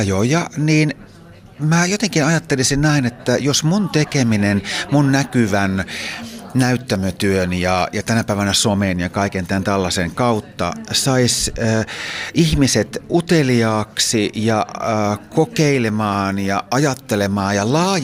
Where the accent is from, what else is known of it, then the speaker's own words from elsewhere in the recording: Central Finland, Finland; Me tosin asuttiin sitten tuolla Keski-Suomessa ja mä oon syntynyt siellä, mutta täällä Hämeenlinnassa mä oon tosi paljon käynyt